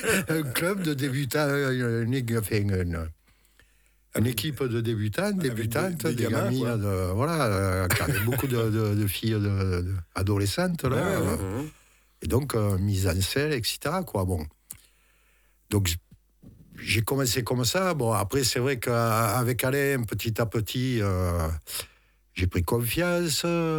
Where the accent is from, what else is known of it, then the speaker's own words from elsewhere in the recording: Saint-Gilles, Occitanie, France; je suis originaire de Saint-Gilles. Mon père était fan de la tauromachie camarguaise, course libre.